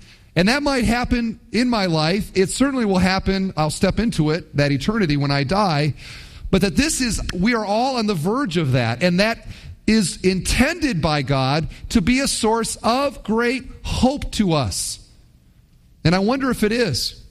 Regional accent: Iowa, United States; When I say I'm from Iowa, I will often hear, "Oh, did you grow up on a farm?"

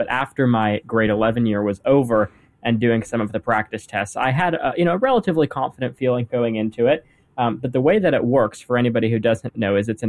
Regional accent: Canada; And that was interesting just because I'm from Canada, who doesn't know me.

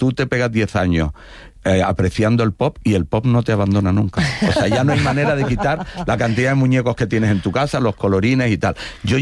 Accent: Canary Islands, Spain; tiene que ver con una cosa hiperbólica mía de que debo ser como por canario, no sé, que somos carnavaleros y exagerados.

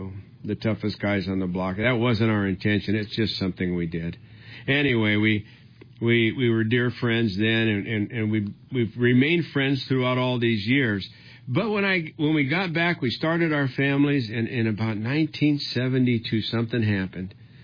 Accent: Los Angeles, California, United States; born there; I was born in East Los Angeles.

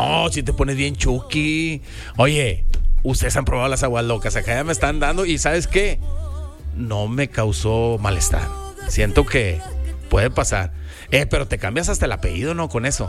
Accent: Monterrey, Nuevo León, Mexico; A pesar de que soy de aquí de Monterrey

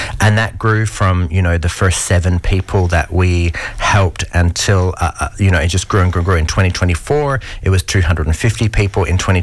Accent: Perth, Western Australia, Australia; moved away as an adult; now in Thailand; I'm actually from Perth. I went to a school, Thornleigh Christian College, now known as Providence.

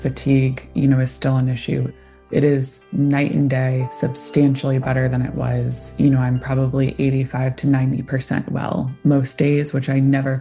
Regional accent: Illinois, United States; Growing up in Illinois, Lyme disease and ticks, I would say, at least in my area, was not talked about.

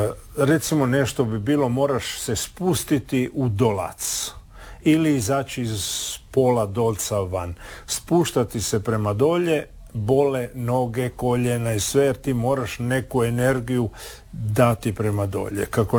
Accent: Istria County, Croatia; da postoje škorpioni kod nas u Istri

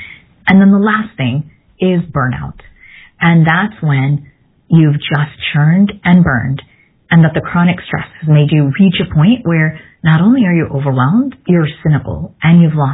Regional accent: Midwest, United States; growing up in the Midwest

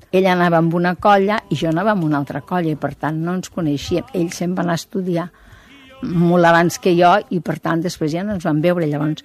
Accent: Catalonia, Spain; accent: Western Catalan; clar que tinc aquesta barreja, no? Però jo mai no he volgut amagar el meu accent occidental.

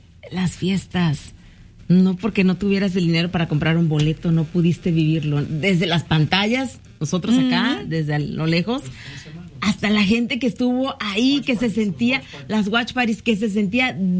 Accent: Mexico; aún me siento más mexicana que antes, sí, que nunca.

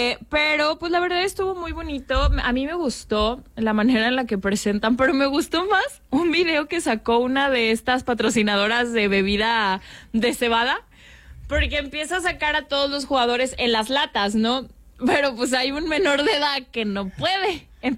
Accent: Mexico; a ver, somos mexicanos y nos representa el barrio

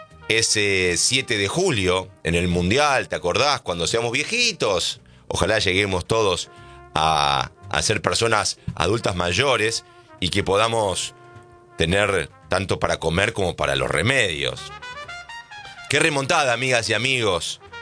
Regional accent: Argentina; como argentinas y argentinos

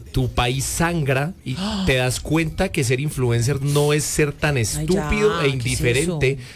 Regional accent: Cali, Valle del Cauca, Colombia; mi tierra Cali

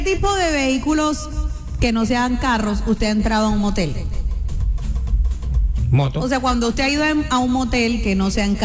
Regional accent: Venezuela; Dije, soy venezolana y se pasó de verdad.

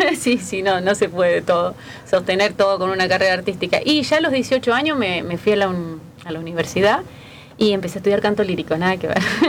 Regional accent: Acebal, Santa Fe, Argentina; accent: tonada de campo; Yo soy nacida en Acebal, en el hospital de Acebal.

